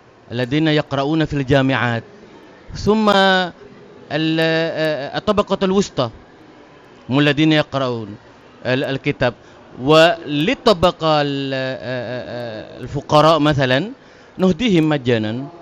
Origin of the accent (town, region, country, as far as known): Indonesia